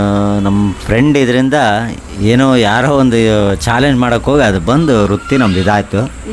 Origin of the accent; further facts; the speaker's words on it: Sagara, Karnataka, India; moved away as an adult; now in Shivamogga, India; ನಮ್ಮ ನೇಟಿವ್ ಸಾಗರ, ಇಲ್ಲಿ ಬಂದು 16 ಆಯ್ತು.